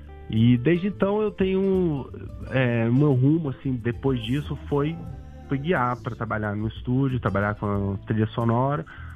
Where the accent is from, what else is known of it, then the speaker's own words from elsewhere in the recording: Brazil; eu também sou brasileiro